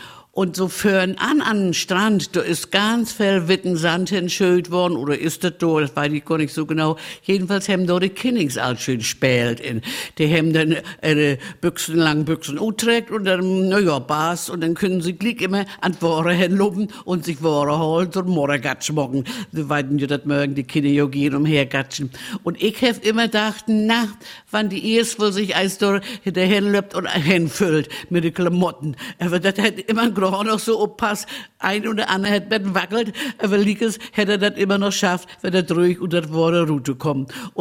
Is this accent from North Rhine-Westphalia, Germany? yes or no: no; Malchin, Mecklenburg-Vorpommern, Germany; In unserer schönen Waldarena da in Hainholz bei uns in Malchin. Wer die Gegend kennt, der weiß ja, dass das da unten ganz schön ist. Aber für uns Malchiner sagen wir ja immer Betten wie Drut zu lopen oder so.